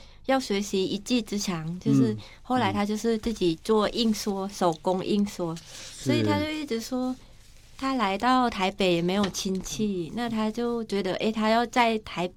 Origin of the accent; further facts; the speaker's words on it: Thailand; now in Taiwan; 哦，就是因为我公公他也了解我是从泰国过来，他就每次都是鼓励我